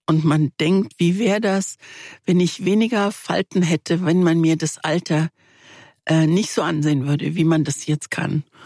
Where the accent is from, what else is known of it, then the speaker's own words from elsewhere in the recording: Morocco; Ja, als Marokkanerin mit Französisch ist lächerlich.